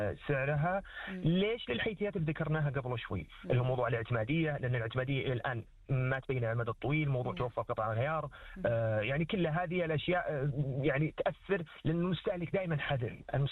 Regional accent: Saudi Arabia; موجودة عندنا بالسعودية،

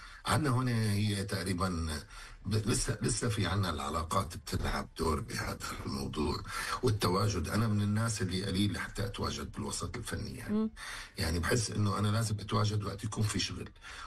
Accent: Syria; أنا أمي سورية وأبي عراقي، وأنا ولدت في سوريا وعشت في سوريا كل الفترة اللي كنت موجود فيها بالحياة يعني. وبالنسبة للعراق يعني أبي عراقي وأنا زائر العراق كذا مرة، وبحب العراق كمان.

